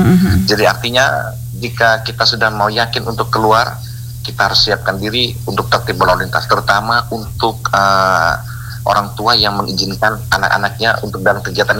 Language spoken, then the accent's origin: Indonesian; Indonesia; Dan yang paling penting, saya bangga sebagai orang Indo, orang Indonesia.